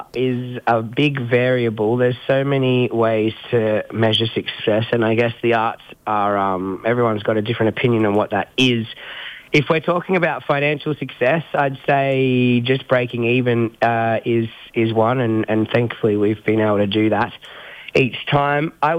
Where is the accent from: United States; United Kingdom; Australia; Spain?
Australia; Brisbane, Queensland; Because I grew up in Wynnum and I thought that as a creative guy, I needed to be anywhere other than there.